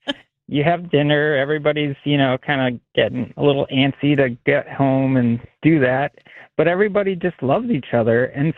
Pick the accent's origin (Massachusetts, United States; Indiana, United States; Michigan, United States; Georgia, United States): Indiana, United States; born there; now in Chicago, United States; Yeah. So I was born in Northwest Indiana. And Northwest Indiana, you know, basically follows all the sports teams in Chicago.